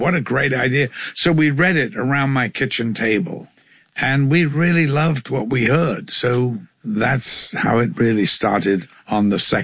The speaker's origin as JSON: {"language": "English", "town": "Liverpool", "region": "North West England", "country": "United Kingdom", "said": "I'm from Liverpool"}